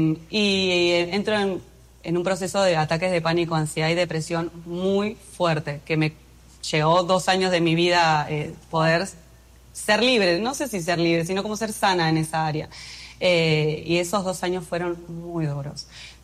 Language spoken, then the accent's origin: Spanish; Argentina; moved away as an adult; now in Dominican Republic; Yo amo Argentina, me considero más argentina que el mate. Siempre dije, yo voy a nacer y morir en Argentina. Estudié ciencias políticas allá